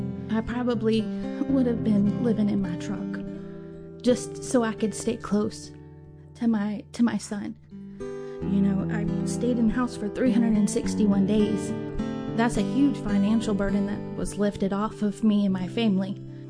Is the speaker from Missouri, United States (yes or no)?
no; Richmond Hill, Georgia, United States; I am from Richmond Hill, Georgia